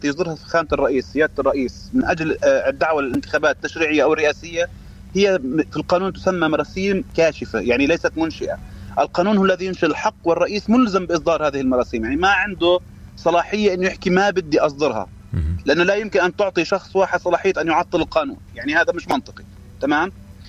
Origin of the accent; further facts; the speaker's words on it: Palestine; مطالبتنا بحقوقنا كشعب فلسطيني، وفي ذات الوقت عندما يتعلق الأمر بحقوقنا السياسية وحقوقنا كفلسطينيين نعيش على أرضنا في وطننا